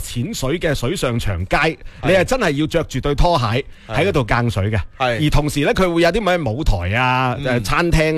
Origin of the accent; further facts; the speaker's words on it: Guangdong, China; 我哋广东人